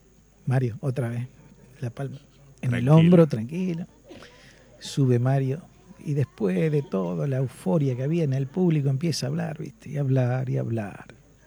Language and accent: Spanish; Maciá, Entre Ríos, Argentina; prueba fuego en mi pueblo